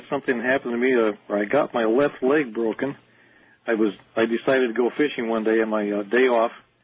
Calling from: Kailua, Hawaii, United States; Yeah, this is … I'm calling from Kailua, Hawaii.

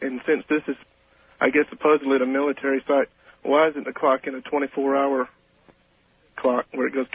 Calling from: Memphis, Tennessee, United States; I'm calling from Memphis.

